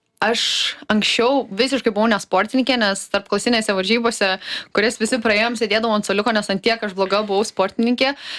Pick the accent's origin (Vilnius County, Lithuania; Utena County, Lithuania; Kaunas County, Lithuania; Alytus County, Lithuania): Utena County, Lithuania; Ignalina; Tai prasidėjo nuo to, kad aš kilusi iš Ignalinos, gimė broliukas, jam suėjo ten 5-6 metai, jam nupirko mažą motocikliuką.